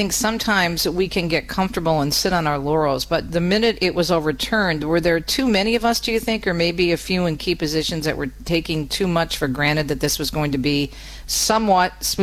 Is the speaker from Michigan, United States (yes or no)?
yes; Michigan, United States; We saw some of these very extreme amendments in my home state. Michigan was ground zero.